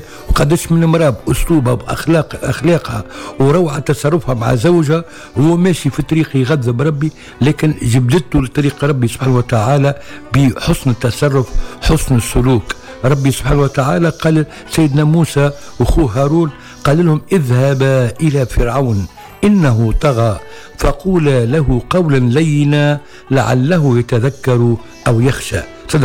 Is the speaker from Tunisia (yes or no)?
yes; Tunisia; ونقول ربي يحفظ بلادنا تونس الحبيبة